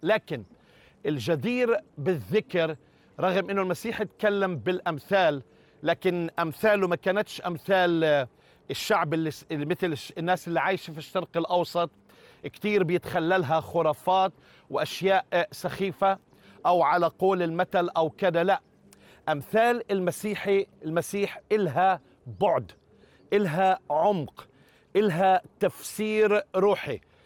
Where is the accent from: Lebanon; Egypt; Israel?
Israel; Northern District; also born or lived in -; هذا المكان له معزة خاصة في قلبي، نشأت وترعرعت في الجليل، واحدة من الأماكن المحببة على قلبي. كنت دايماً باجي لبحيرة طبرية أسبح وأعوم